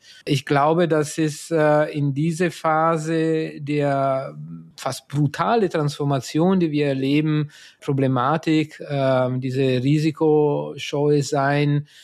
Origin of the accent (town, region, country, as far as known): Italy